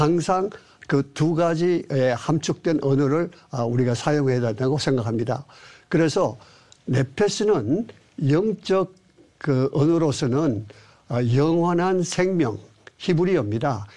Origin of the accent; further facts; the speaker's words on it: Daegu, South Korea; moved away as an adult; 저는 그 고향이 대구입니다.